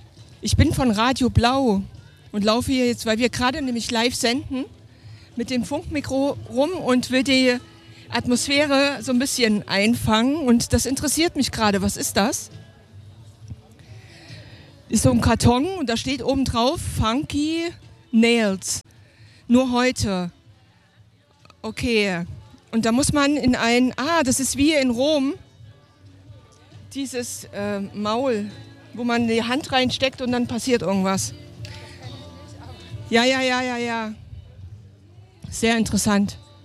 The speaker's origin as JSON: {"language": "German", "region": "East Germany", "country": "Germany", "said": "ich bin ja hier auch quasi aus dem Osten. Also ich bin aus dem Osten."}